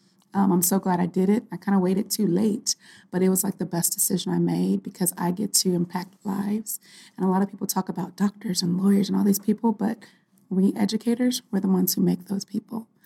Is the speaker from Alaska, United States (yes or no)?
no; Texas, United States; born there; also born or lived in Virginia / New Mexico; I was born in Texas, and so I started school in Texas. I went to school in Virginia. I went to school in New Mexico.